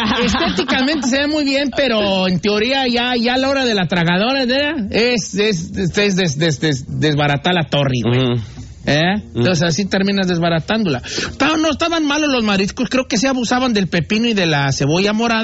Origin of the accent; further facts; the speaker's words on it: Michoacán, Mexico; Yo soy de Michoacán.